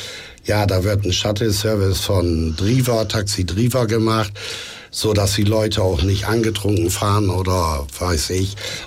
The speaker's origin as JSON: {"language": "German", "region": "Bremen", "country": "Germany", "moved": "yes", "said": "ursprünglich als Bremer"}